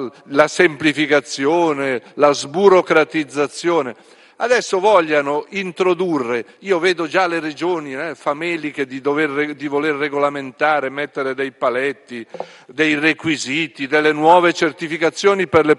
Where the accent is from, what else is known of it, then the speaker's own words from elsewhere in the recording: Lombardy, Italy; A cosa serve, lo dico da lombardo, questo spazio di autonomia al Veneto